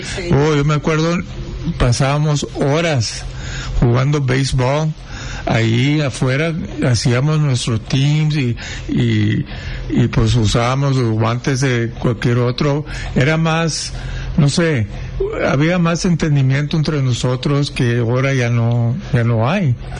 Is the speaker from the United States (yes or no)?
yes; McAllen, Texas, United States; yo me crié en McAllen. y todos por la calle jugábamos, todos nos conocíamos, conocíamos los nuestros vecinos